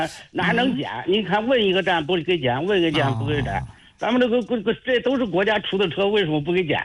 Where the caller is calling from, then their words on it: Gaocheng, Hebei, China; 我是藁城的。